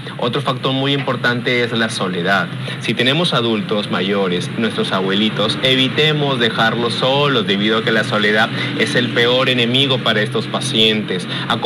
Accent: Piura, Peru; las personas piuranas

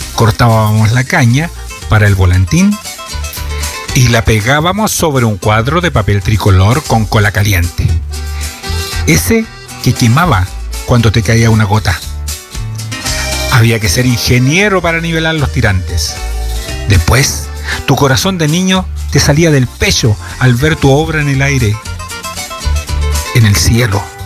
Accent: Graneros, O'Higgins, Chile; cuando yo era niño, no había televisión y casi no había radio, pues yo me crié en la Compañía Alta

